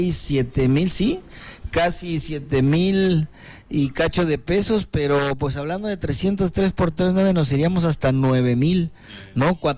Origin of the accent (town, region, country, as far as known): Guerrero, Mexico